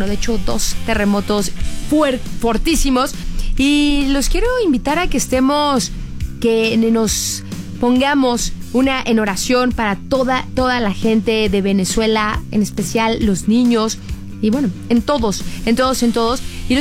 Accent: Mexico; lo bonito que somos los mexicanos

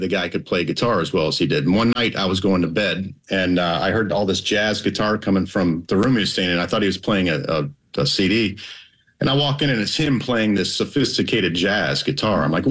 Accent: Detroit, Michigan, United States; just growing up I grew up in Detroit and you hear it all the time on the radio and during the holidays and whatnot.

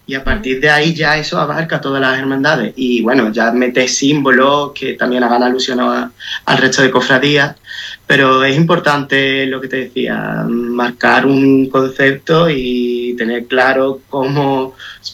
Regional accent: Andalusia, Spain; siendo sevillano

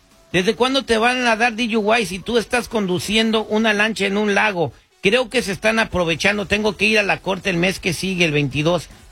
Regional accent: Mexico; now in United States; se aprovechen de la gente y nomás porque somos mexicanos.

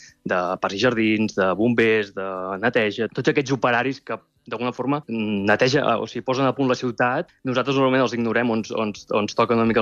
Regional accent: Mataró, Catalonia, Spain; jo, que sóc de Mataró i hem amat pirotècnia des de ben petit i la pólvora em transporta en un lloc molt maternal i molt nostàlgic

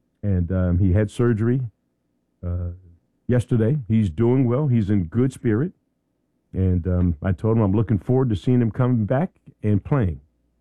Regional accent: Philadelphia, Pennsylvania, United States; moved away; I'm from Philly.

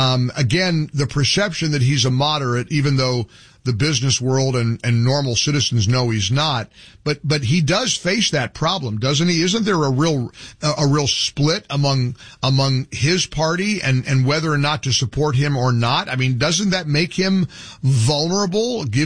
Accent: Midwest, United States; also born or lived in New York City; now in Florida, United States; I grew up in the Midwest dreaming of getting a job in broadcasting in New York City.

